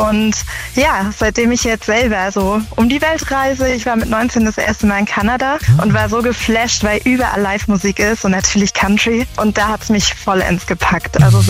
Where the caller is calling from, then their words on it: Munich, Bavaria, Germany; aus München